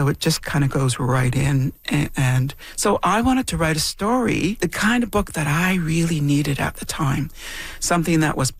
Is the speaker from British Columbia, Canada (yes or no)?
no; Temagami, Ontario, Canada; When I grew up in Temagami, Northern Ontario, but I think this is true for all across Canada